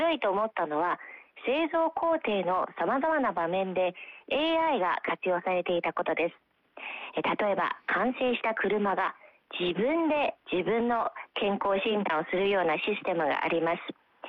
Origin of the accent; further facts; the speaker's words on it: Anhui, China; Japanese is a second language; moved away; 私は安徽省の武功という町の出身です。